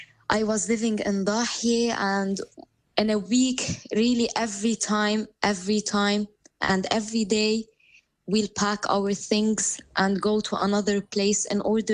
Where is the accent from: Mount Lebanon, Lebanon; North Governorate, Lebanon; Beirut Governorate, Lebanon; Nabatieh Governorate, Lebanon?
Nabatieh Governorate, Lebanon; Marjayoun; At first, to start with … I'm from the Bin Marjayoun, a small village in South Lebanon.